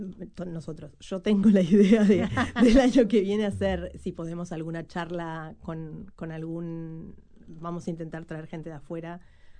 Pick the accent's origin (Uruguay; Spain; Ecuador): Uruguay; nosotros somos uruguayos